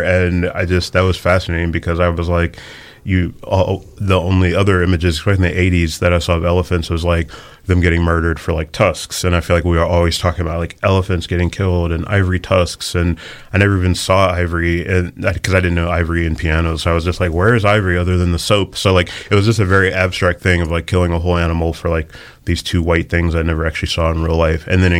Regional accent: the Carolinas, United States; I'm black. My wife's white. We're both from the Carolinas.

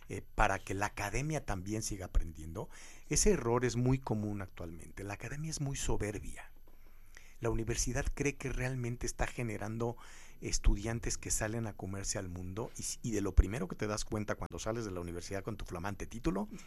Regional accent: Mexico; Como mexicano en general

